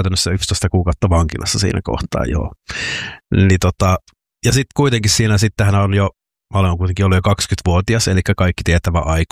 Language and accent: Finnish; Joensuu, North Karelia, Finland; minähän olen siis Joensuusta kotoisin ja siellä elin lukion loppuun